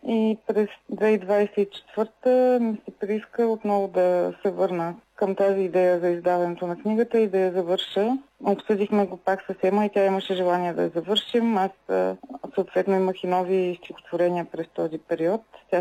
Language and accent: Bulgarian; Pazardzhik, Pazardzhik Province, Bulgaria; moved away; Аз съм родом от Пазарчик